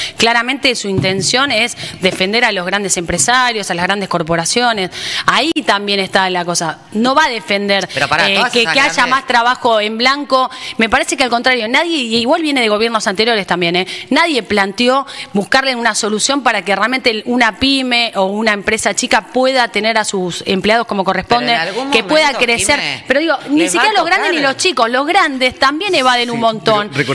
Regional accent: Argentina

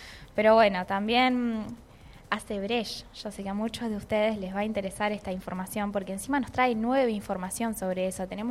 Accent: Neuquén, Argentina; Para los que no me conocen, soy de Neuquén.

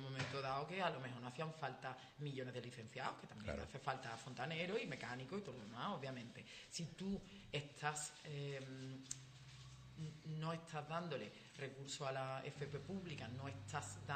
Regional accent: Los Barrios, Andalusia, Spain; O yo que soy de los barrios

